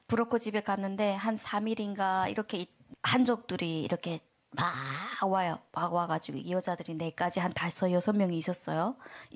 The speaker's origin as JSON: {"language": "Korean", "country": "North Korea", "moved": "yes", "said": "저는 북한에서 왔잖아요."}